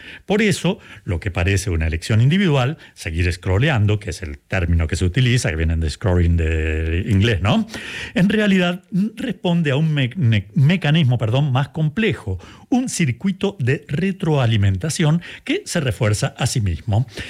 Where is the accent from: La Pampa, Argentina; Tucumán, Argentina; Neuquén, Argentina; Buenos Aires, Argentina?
La Pampa, Argentina; Santa Rosa; Así es, en mi ciudad de origen, Santa Rosa, en Argentina, hay de estas máquinas de tragamonedas